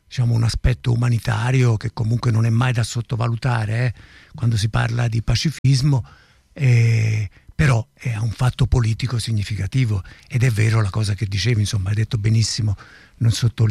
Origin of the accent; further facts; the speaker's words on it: Naples, Campania, Italy; io peraltro sono napoletano